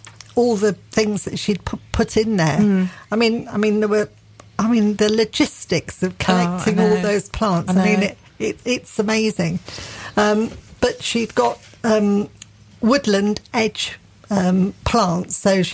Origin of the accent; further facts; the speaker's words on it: Chesterfield, East Midlands, United Kingdom; also born or lived in Matlock; that was quarried from a quarry at Matlock, which is very close mm-hmm. to where I grew up in Chesterfield.